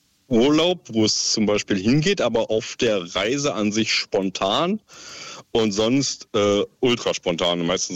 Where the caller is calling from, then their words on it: Brandenburg, Germany; Aus der wunderschönen Uckermark.